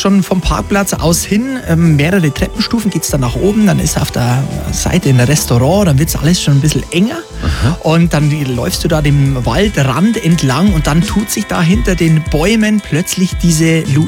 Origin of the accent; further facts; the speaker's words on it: Bavaria, Germany; ich bin ein Oberpfälzer und habe jetzt nicht die allerweiteste Anfahrt.